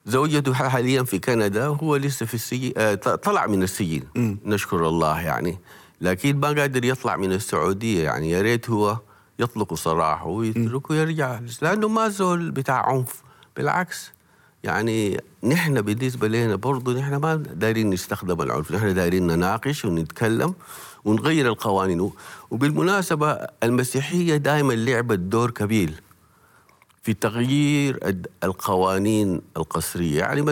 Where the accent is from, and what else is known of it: Sudan